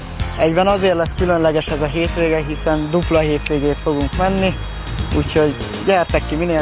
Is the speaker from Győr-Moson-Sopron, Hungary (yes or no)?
no; Kakucs, Pest, Hungary; Elérkeztünk Kakucsringre. Igazából mondhatni, hogy számomra ez a hazai pálya, hiszen én itt nőttem föl.